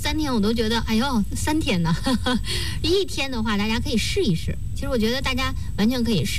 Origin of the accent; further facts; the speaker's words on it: Chengde, Hebei, China; 我们家这个感觉是我们承德的方言啊